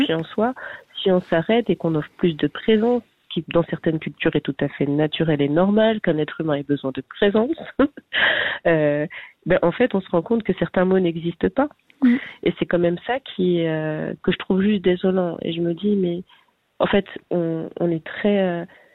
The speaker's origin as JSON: {"language": "French", "country": "Switzerland", "said": "je suis suissesse"}